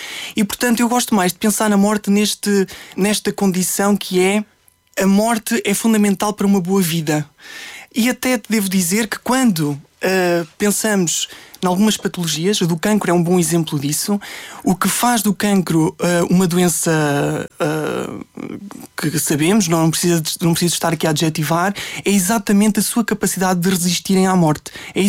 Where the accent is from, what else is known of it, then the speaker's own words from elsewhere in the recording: Carrazedo de Montenegro, Norte, Portugal; now in Lisbon, Portugal; Portanto, eu sou de Carrasel de Montenegro, que é, aliás, é uma vila que pertence à freguesia de Carrasel de Montenegro, concelho de Valpaços.